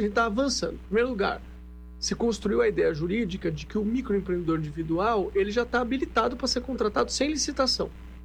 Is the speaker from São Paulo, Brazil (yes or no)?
yes; São Paulo, Brazil; Ainda bem, eu cresci em São Paulo, nasci em São Paulo, minha família toda cearense.